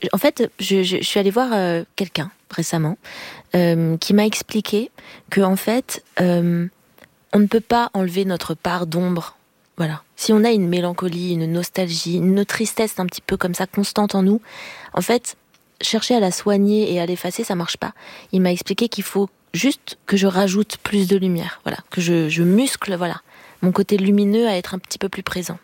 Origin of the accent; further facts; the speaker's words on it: Paris, Île-de-France, France; Moi, vraiment à Paris. Voilà, parisienne, je suis née voilà, dans le Paris même.